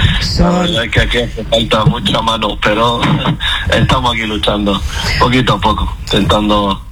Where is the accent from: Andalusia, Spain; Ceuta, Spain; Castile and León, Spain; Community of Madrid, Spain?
Ceuta, Spain; born there; yo soy de origen de abuelos marroquíes, soy nacido aquí en Ceuta, como la mitad de la población de Ceuta.